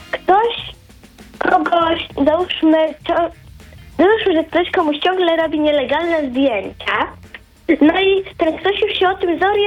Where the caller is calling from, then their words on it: Bydgoszcz, Kuyavian-Pomeranian Voivodeship, Poland; Z Bydgoszczy.